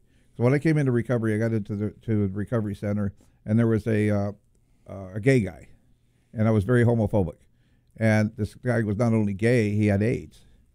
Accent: Compton, California, United States; I grew up in Compton, where it was back in the 60s and 70s.

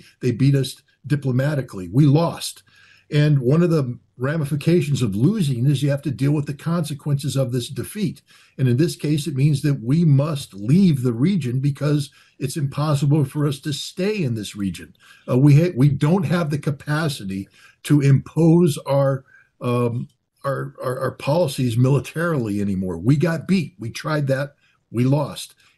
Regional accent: United States; It's a very difficult thing as an American to say.

